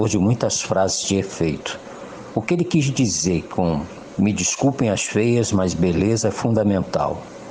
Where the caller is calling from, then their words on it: Rio de Janeiro, Brazil; eu sou do bairro de Cavalcante, na cidade do Rio de Janeiro.